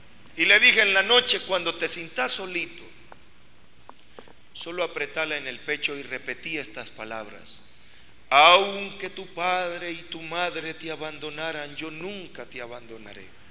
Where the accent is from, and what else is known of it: Guatemala